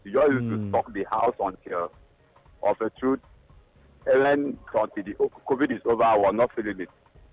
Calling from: Lagos, Nigeria; I call from Lagos.

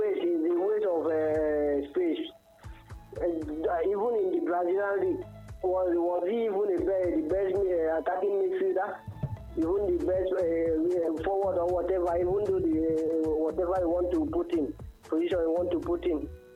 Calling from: Onitsha, Anambra, Nigeria; I'm calling you from Onitsha.

